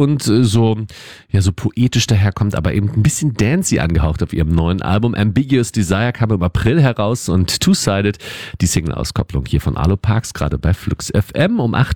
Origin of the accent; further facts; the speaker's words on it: Berlin, Germany; Ich komme aus Berlin. Ich bin der Meinung, ich kenne die Stadt relativ gut